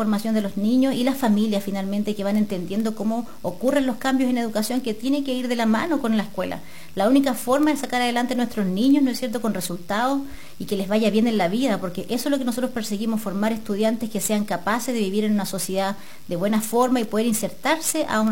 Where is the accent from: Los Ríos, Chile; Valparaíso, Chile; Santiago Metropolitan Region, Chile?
Los Ríos, Chile; La Unión; moved away; Yo soy unionina de tomo y lomo, estuve muchos años fuera, como lo hemos conversado en otras oportunidades, y quería volver a mi ciudad, a mi pueblo, a mi comuna